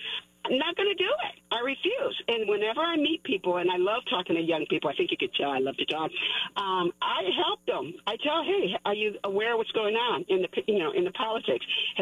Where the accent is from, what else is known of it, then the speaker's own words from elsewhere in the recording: Chicago, Illinois, United States; I'm a long-time Chicagoan, born and raised, native born here, you know.